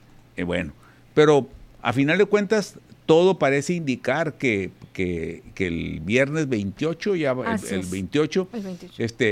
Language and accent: Spanish; Mexico; Somos los mismos mexicanos.